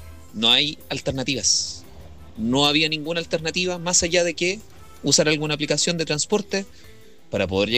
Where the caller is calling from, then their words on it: Chile; los únicos afectados por esta situación somos los chilenos de pie